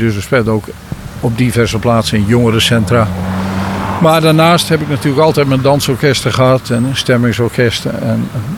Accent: Drenthe, Netherlands; Maar nee, ik ben Drent, ik pas me wel aan.

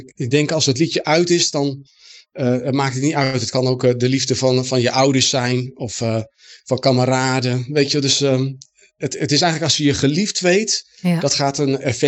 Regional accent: Erica, Drenthe, Netherlands; also born or lived in Groningen; Ik ben opgegroeid op Erica.

